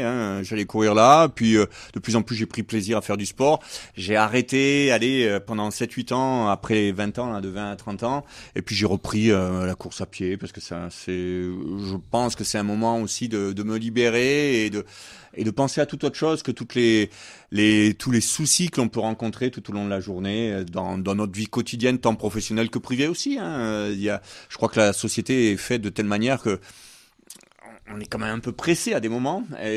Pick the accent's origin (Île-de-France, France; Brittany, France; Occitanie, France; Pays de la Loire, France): Occitanie, France; Laguiole; moved away as an adult; now in Lozère, France; Je suis originaire de l'Aïole et ça fait depuis 1993 que je suis en Lozère, que j'habite Lozère, en la Lozère. Du fait de mon travail, je suis venu en Lozère et j'y suis resté parce que c'est magnifique